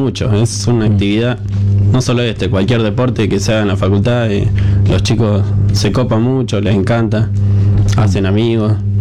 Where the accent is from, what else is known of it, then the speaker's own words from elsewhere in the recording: Rosario, Santa Fe, Argentina; Yo soy de Rosario